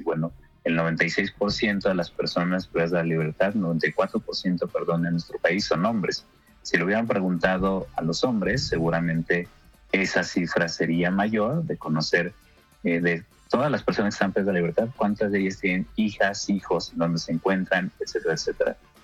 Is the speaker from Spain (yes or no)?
no; Mexico